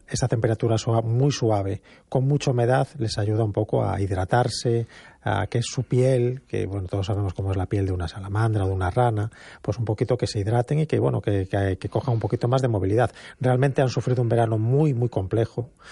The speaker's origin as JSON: {"language": "Spanish", "town": "A Coruña", "region": "Galicia", "country": "Spain", "tie": "born or raised there", "said": "Yo recuerdo de pequeño que yo nací en Monte Alto, jugaba con mis hermanos en la zona de la Torre de Hércules"}